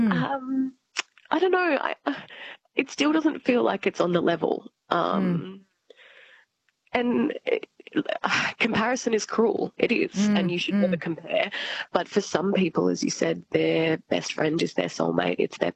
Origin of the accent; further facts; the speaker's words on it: Albury, New South Wales, Australia; So I'm from Albury.